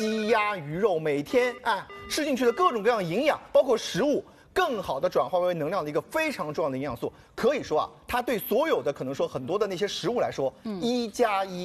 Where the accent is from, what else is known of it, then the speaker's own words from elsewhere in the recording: Shanghai, China; 我们上海人讲累，讲哪能干复杂，叫吃力。